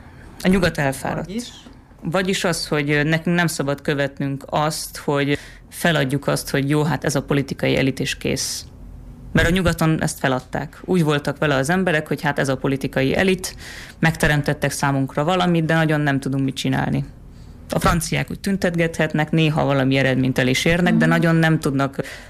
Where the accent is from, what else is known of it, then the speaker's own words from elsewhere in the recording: Hungary; de mégiscsak magyarok vagyunk. Nekem ez az alapvető gondolkodásom, egy szabad és erős Magyarország.